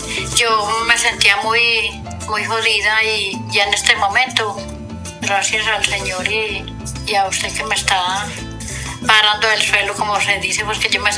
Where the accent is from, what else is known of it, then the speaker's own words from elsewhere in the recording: Caldas, Antioquia, Colombia; Del municipio de Caldas.